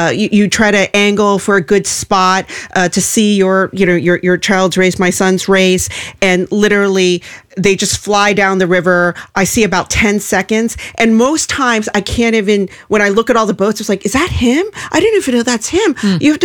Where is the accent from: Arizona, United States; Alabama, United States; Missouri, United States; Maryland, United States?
Maryland, United States; So also I grew up in Maryland.